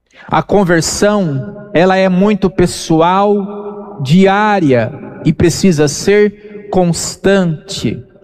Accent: Brazil

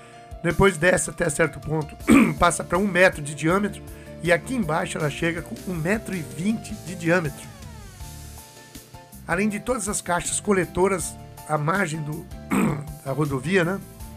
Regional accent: Brazil

